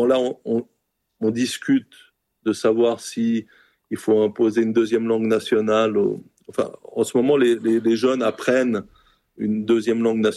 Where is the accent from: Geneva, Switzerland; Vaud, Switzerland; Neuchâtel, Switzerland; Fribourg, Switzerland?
Geneva, Switzerland